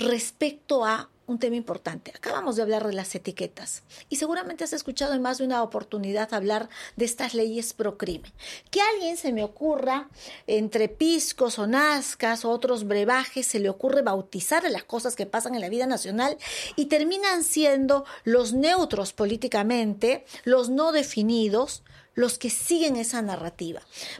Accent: Puno, Peru; moved away as an adult; also born or lived in Arequipa; Yo soy de Puno. Viví en Arequipa 10 años

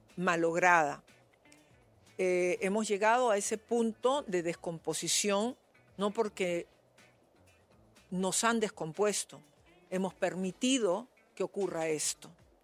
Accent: Peru

